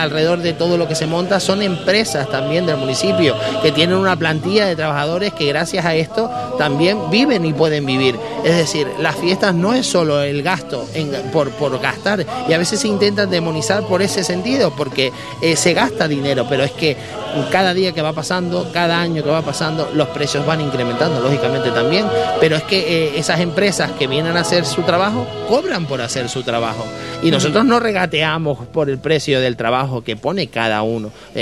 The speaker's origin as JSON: {"language": "Spanish", "town": "Granadilla de Abona", "region": "Canary Islands", "country": "Spain", "said": "Vengan a Granadilla, vengan a disfrutar de nuestras fiestas, de nuestro pueblo, de nuestra gente, de nuestra comida"}